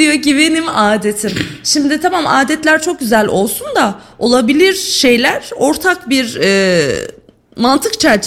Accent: Sivas, Turkey; Bir Sivaslı olarak.

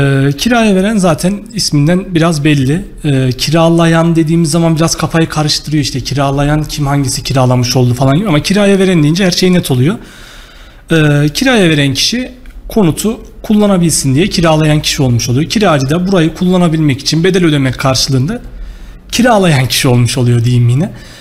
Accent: Talas, Kayseri, Turkey; also born or lived in Istanbul; Kayseri Talaslıyım. 1997 doğumluyum. İlk orta ve lise öğrenimimi Kayseri'de tamamladım. Daha sonra üniversite için İstanbul'a gittim.

